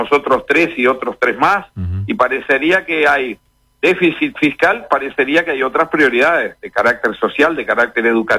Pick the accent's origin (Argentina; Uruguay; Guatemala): Uruguay; Montevideo; born there; Muchos que somos montevideanos